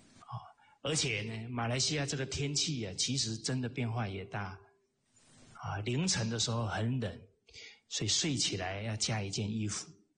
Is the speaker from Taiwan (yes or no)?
yes; Kaohsiung, Taiwan; moved away as an adult; also born or lived in Tangchi; now in Malaysia; 我是南方人啊，我在高雄长大的，很怕冷啊。